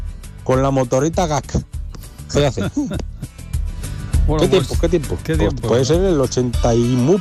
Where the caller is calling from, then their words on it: Torrecillas de la Tiesa, Extremadura, Spain; Un saludo incluso a todos desde Torrecillas de la Tiesa.